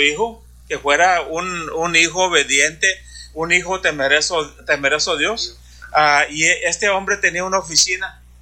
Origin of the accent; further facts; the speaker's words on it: Brownsville, Texas, United States; yo vengo de Brownsville, Texas es una ciudad que está un río y al cruzar el río es Matamoros, ya es México eso.